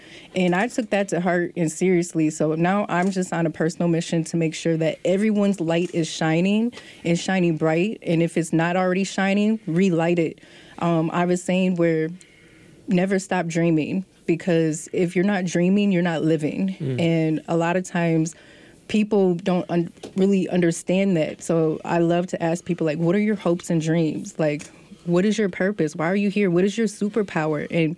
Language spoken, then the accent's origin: English; Saint Paul, Minnesota, United States; Growing up in Rondo